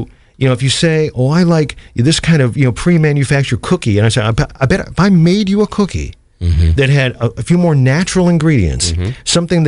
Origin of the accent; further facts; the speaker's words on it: Ohio, United States; moved away; having moved away from this area, I mean, I'm from Northeast Ohio, it can be, you know, musically a pretty conservative area.